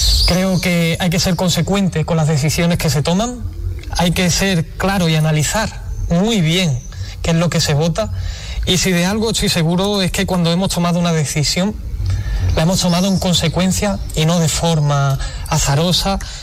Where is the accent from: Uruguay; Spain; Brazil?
Spain; yo, que soy del Barrio Bajo